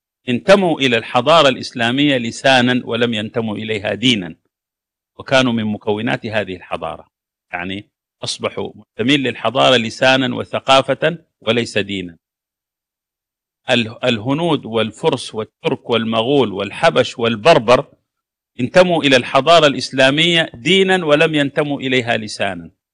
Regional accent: Sudan; فأنا سوداني بمنطق وطن الجغرافيا، إفريقي بمنطق وطن الجوار، وأنتمي إلى الأمة العربية بمنطق اللسان من المحيط إلى الخليج، وأنتمي إلى الأمة الإسلامية بمنطق العقيدة

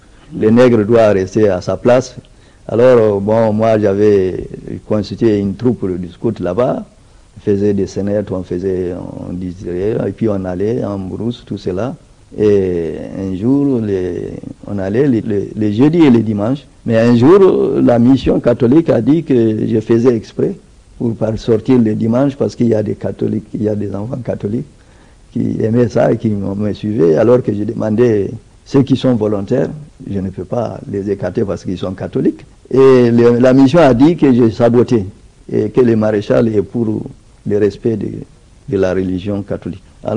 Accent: Niamey, Niger; J'étais de Niamey, on m'a envoyé dans une ville moyenne qu'on appelle Kony, mais c'est toujours tout près.

